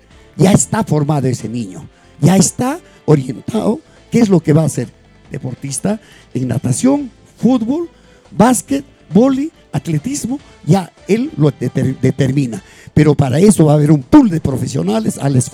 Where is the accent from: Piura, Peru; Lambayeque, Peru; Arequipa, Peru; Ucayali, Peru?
Arequipa, Peru; El Pedregal; Yo soy de Pedregal